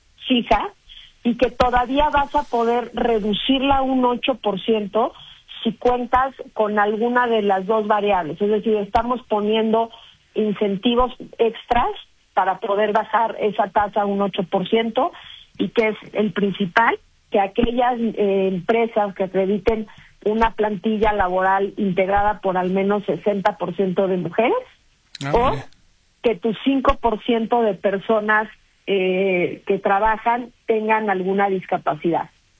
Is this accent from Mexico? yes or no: yes; Mexico; como mexicanas y mexicanos ubicamos luego